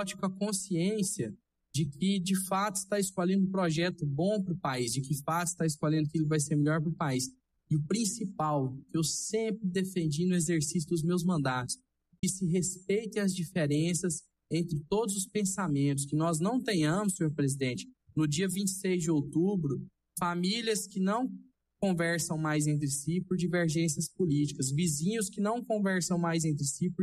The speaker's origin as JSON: {"language": "Portuguese", "country": "Brazil", "said": "todos nós somos brasileiros"}